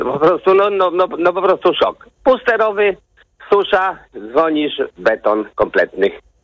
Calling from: Nowakowo, Warmian-Masurian Voivodeship, Poland; u nas w Nowakowie

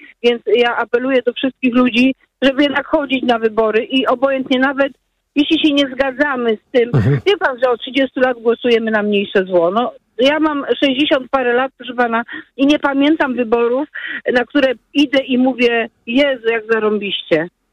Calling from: Poznań, Greater Poland Voivodeship, Poland; A, to u mnie w Poznaniu.

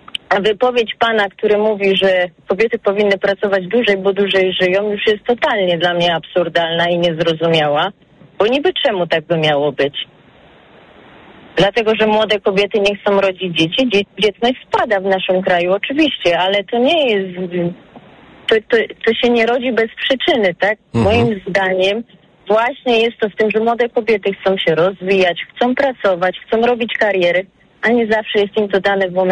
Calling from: Ciechocinek, Kuyavian-Pomeranian Voivodeship, Poland; z Ciechocinka, mam 41 lat.

